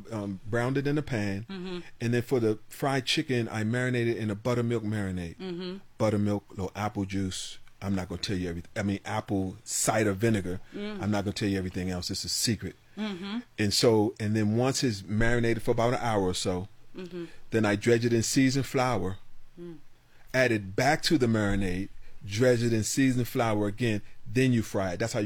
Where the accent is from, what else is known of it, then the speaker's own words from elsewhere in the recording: Pretoria, Gauteng, South Africa; And I came from Pretoria.